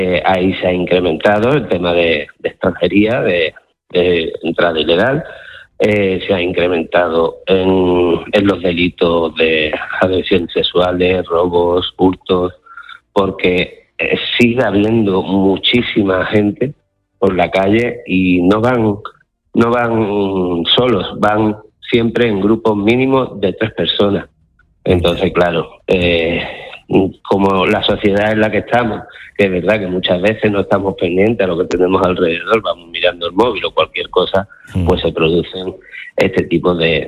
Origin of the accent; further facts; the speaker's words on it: Ceuta, Spain; yo soy de aquí, de Ceuta, llevo toda la vida viendo esta frontera de la misma forma